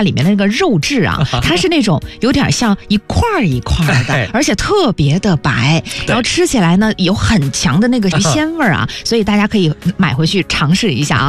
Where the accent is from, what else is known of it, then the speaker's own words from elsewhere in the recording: Jilin, China; moved away; 我的老家就来自延边朝鲜族自治州